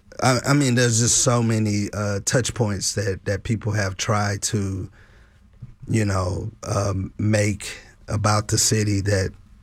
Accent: Houston, Texas, United States; I'm from this specific part of town, mm-hmm. in Houston, and when I'm out of Texas or out, like, I'm from Houston.

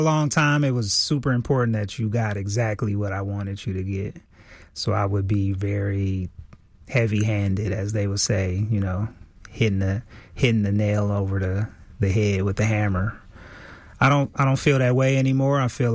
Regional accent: Milwaukee, Wisconsin, United States; I was living in my hometown, Milwaukee, Wisconsin.

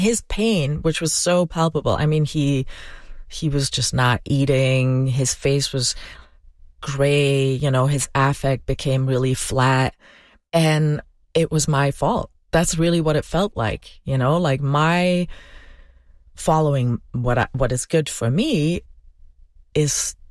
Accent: Belgium; English is a second language; moved away as an adult; now in United States; I'm from Belgium. I'd moved to the U.S. for David, and I felt so untethered, and the questions were so big all of a sudden.

